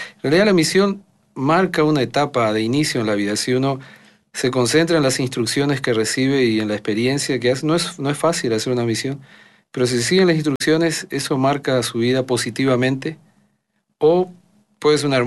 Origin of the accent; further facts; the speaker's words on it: Minas, Lavalleja, Uruguay; born there; nacimos en la ciudad de Minas, Uruguay, que está muy cerca de unos 100 kilómetros de Montevideo.